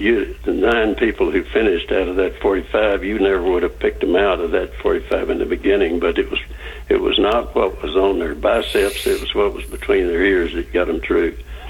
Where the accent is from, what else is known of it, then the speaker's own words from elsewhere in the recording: Texas, United States; I was raised out in West Texas.